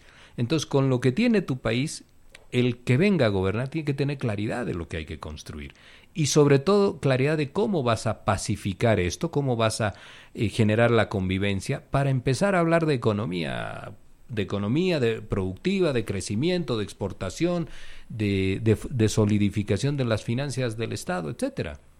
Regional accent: Bolivia; Somos campeones los bolivianos para la excu

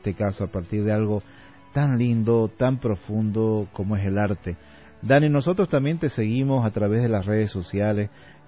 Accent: Bolivia; nosotros como acá bolivianos

